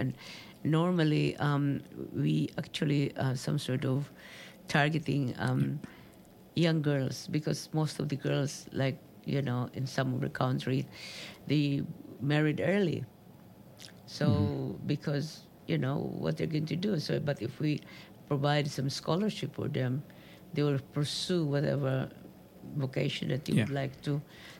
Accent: Ormoc, Eastern Visayas, Philippines; moved away; That happens as well in my hometown in Ormoc City.

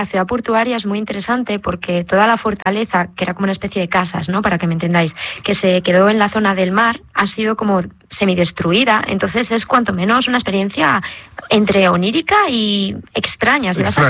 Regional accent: León, Castile and León, Spain; Soy de León. Entonces, ¿qué le íbamos a hacer?

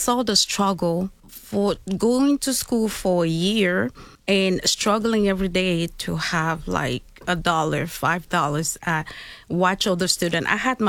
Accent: Cameroon; Originally from Cameroon, Central Africa.

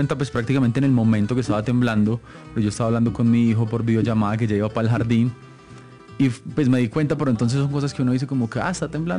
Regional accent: Samaná, Caldas, Colombia; yo soy de Samaná Caldas, del oriente caldense, al ser un artista caldense

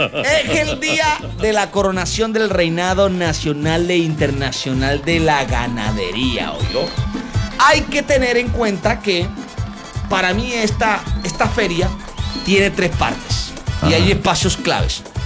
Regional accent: Córdoba, Colombia; para mostrar las artesanías que nos identifican como cordobés, pero también a ver y a observar la arquitectura tradicional de nuestro departamento

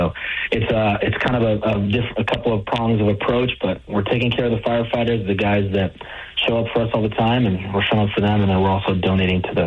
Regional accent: Spokane, Washington, United States; I was born here in Spokane. We've lived here our whole lives.

